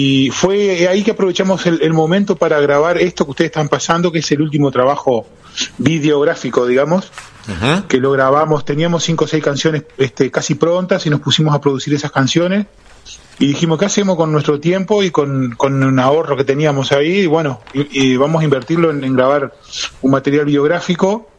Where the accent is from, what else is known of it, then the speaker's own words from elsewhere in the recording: Villa Constitución, Salto, Uruguay; now in Montevideo, Uruguay; ellos vivían en el Dos Naciones, y yo nací en esa de Natal, Uruguay. Pero muy poco tiempo después ya me volví a Villa Constitución, de ahí soy oriundo, digamos, de ahí es mi familia.